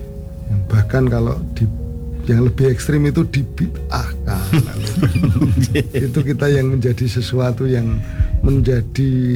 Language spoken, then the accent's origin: Indonesian; Java, Indonesia; orientasi kita sebagai orang Jawa kembali pada konteks kejawen